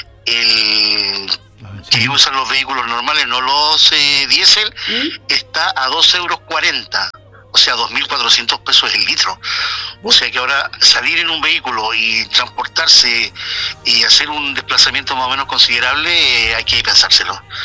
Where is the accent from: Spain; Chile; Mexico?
Chile; la forma de que nosotros como chilenos celebramos nuestras fiestas